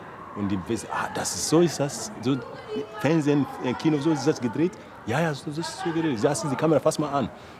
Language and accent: German; Sierra Leone; moved away; Ich komme aus Sierra Leone. Ich bin 47 Jahre alt.